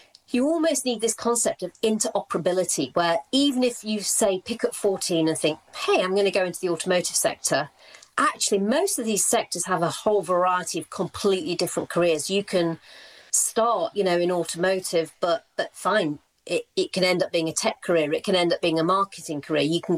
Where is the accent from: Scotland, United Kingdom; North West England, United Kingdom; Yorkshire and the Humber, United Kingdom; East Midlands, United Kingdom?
Yorkshire and the Humber, United Kingdom; Rotherham; I always said I never met a lawyer growing up in Rotherham.